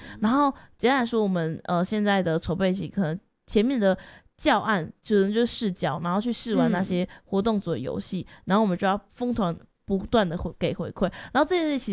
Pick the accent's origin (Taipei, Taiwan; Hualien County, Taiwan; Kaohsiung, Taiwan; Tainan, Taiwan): Kaohsiung, Taiwan; 然后我们营队是七月初要去带高雄，回到我的家乡高雄，真的是美浓国小，美浓区东门国小